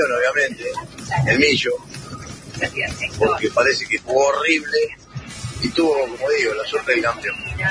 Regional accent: Villa Pueyrredón, Buenos Aires, Argentina; de Villa Pueyrredón en este momento, dirigiéndome a la gran ciudad, a punto de pasar Saladillo para tirarme a dormir un ratito.

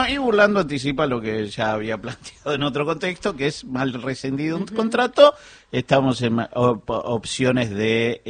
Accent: Uruguay; Yo soy su amigo uruguayo.

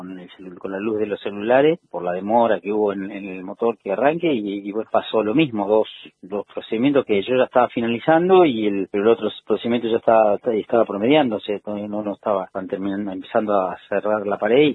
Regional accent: Esquel, Chubut, Argentina; Ya todos los que somos de Esquel sabemos que el edificio del hospital no da para más.

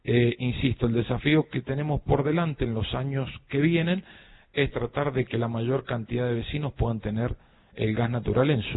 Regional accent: San Rafael, Mendoza, Argentina; todos los que tenemos algún cargo institucional, político, que somos de San Rafael, ponernos la camiseta de San Rafael.

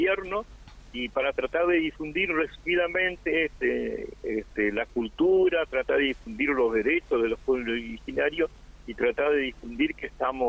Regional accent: Puerto Santa Cruz, Santa Cruz, Argentina; micrófono que no nací en Puerto Santa Cruz, pero cuando llegué en el 80, yo llegué en febrero, marzo, y por eso nombro tanto al Calpelú, llegué en cuarto grado

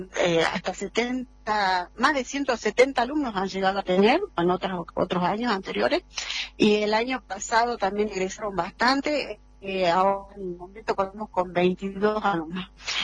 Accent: Ledesma, Jujuy, Argentina; Ledesma, de donde yo soy

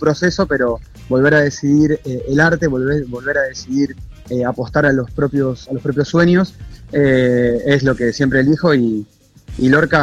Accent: Rosario, Santa Fe, Argentina; Después compartimos con ella espectáculos de teatro callejero en Rosario, yo soy de Rosario, e hicimos teatro de calle

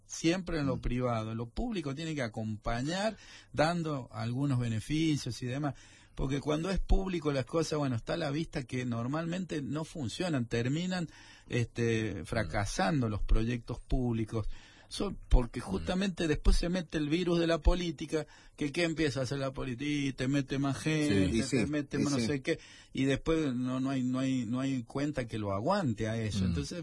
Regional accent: Argentina; como somos los argentinos, sobreactuamos las cosas.

